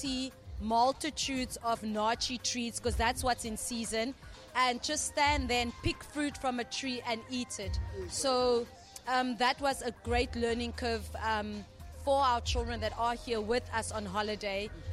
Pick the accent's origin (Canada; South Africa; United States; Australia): South Africa; I'm proudly South African.